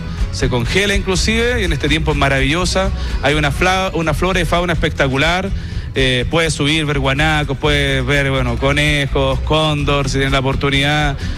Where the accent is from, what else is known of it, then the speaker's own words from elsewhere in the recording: San Esteban, Valparaíso, Chile; nosotros somos de Campo de Humá, sector bajo de la comuna de San Esteban. De ahí es mi familia, gente de trabajo, de la tierra, ¿no?